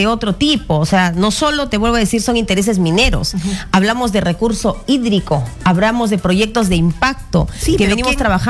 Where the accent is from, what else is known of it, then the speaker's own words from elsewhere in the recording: Peru; como peruanos y peruanas